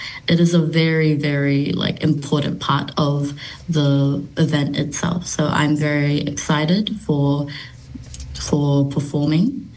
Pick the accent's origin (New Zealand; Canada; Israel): New Zealand; growing up in New Zealand, I haven't been able to connect to my Niue culture as much as I want to.